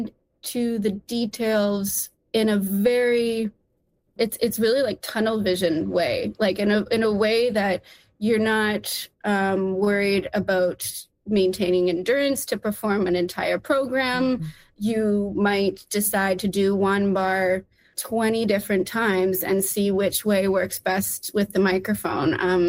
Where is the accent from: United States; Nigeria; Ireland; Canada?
Canada; Regina, Saskatchewan; moved away; We're originally from Regina.